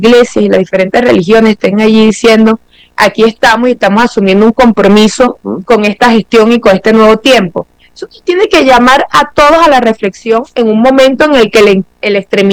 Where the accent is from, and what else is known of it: Venezuela